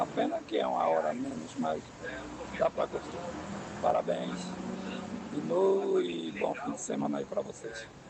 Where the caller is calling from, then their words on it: Camaragibe, Pernambuco, Brazil; de Camaragibe. Camaragibe, Pernambuco.